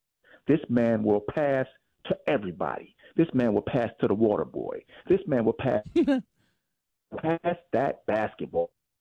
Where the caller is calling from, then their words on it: United States; United States of America.